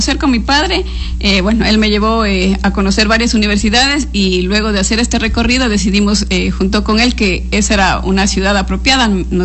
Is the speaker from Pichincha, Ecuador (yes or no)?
no; Piñas, El Oro, Ecuador; moved away as an adult; also born or lived in Riobamba; Es un personaje muy querido de mi tierra, de mi pueblo